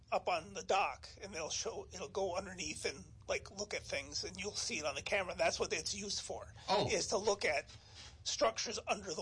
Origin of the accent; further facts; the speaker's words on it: Iron River, Michigan, United States; But no, I grew up 90 minutes away. I grew up in Iron River.